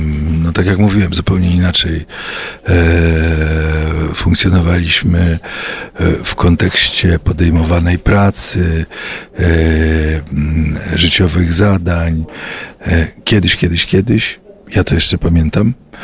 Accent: Warsaw, Masovian Voivodeship, Poland; Jestem warszawiakiem, wychowałem się w Warszawie i jeździłem tramwajem 26 za młodu.

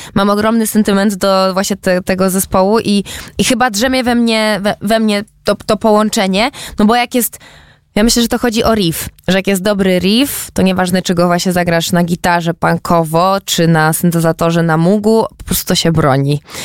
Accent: Warsaw, Masovian Voivodeship, Poland; o Warszawę się nie boję, bo jestem stąd

